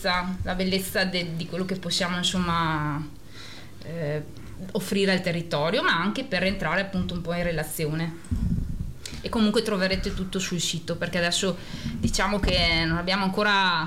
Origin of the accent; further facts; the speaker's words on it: Veneto, Italy; moved away; io che sono veneta